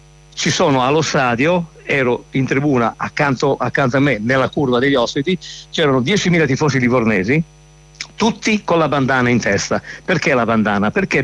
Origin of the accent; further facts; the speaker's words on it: Tuscany, Italy; moved away as an adult; now in Milan, Italy; Vado a San Siro dal 1981, io mi sono trasferito a Milano dalla Toscana nel 1981, quindi quest'anno faccio i 46 anni di presenza su questo stadio.